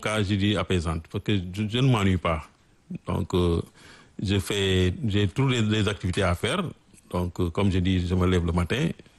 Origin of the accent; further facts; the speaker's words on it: Diourbel, Senegal; est un Sénégalais, un Baobab. Donc, je suis né à Djourbel. Oui. J'ai grandi là-bas.